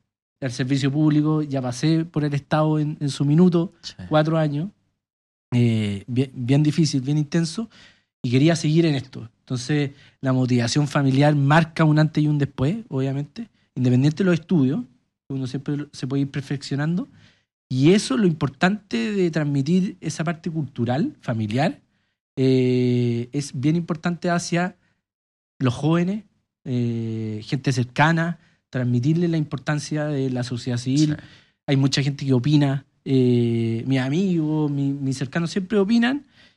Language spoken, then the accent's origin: Spanish; Colbún, Maule, Chile